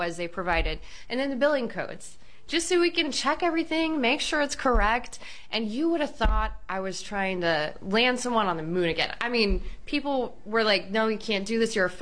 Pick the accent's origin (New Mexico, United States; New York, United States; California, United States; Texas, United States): Texas, United States; Round Rock; Absolutely. I grew up in Round Rock. That's where I represent.